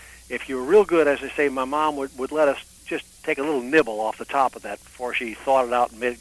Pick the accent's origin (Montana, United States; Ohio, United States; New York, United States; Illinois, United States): Ohio, United States; Cleveland; moved away; growing up in Cleveland, Ohio, and there wasn't much that was fun up there